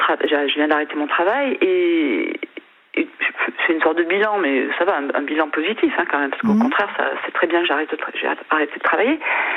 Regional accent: Algiers, Algiers Province, Algeria; born there; moved away; also born or lived in Marseille; Avec la ville, surtout où je suis née. Parce que moi, je suis née à Alger.

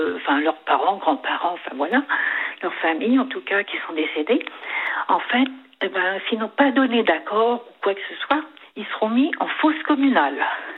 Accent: Brittany, France; moved away; je suis originaire des Côtes d'Armor aussi

